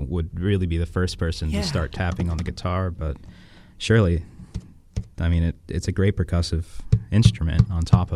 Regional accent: Clymer, Pennsylvania, United States; also born or lived in Indiana, Pennsylvania / Washington, Pennsylvania; now in Pittsburgh, United States; Well, I'm originally from Indiana, Pennsylvania, home of IUP. Grew up in a little town called Clymer, and from there moved to Washington, Pennsylvania. Now I live in Pittsburgh.

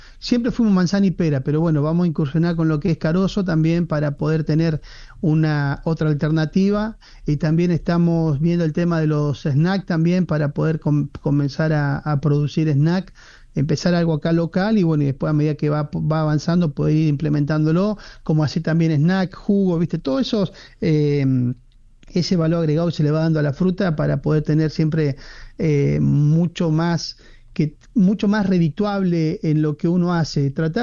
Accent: Argentina; ¿Cuándo Argentina, te das cuenta que soy argentino?

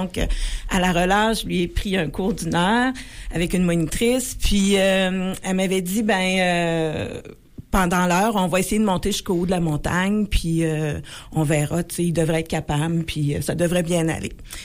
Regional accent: Quebec, Canada; moi, je viens de la Quatre-Chemins. Je suis originaire de la Quatre-Chemins.

